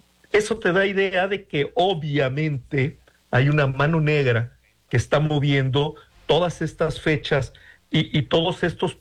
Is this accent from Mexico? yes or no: yes; Mexico; Somos la raza de bronce, pero somos una raza nacional